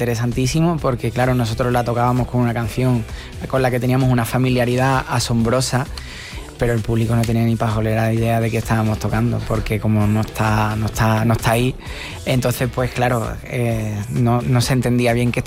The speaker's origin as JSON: {"language": "Spanish", "town": "Seville", "region": "Andalusia", "country": "Spain", "tie": "born there", "said": "¿En serio? Yo nací en Pinomontano."}